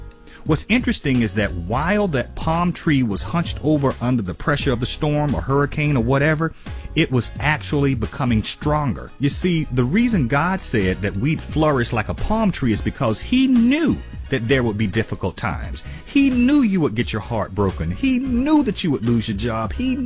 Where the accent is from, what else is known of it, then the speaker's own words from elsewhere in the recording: Florida, United States; You know, I grew up in Florida, and there's palm trees all over the place.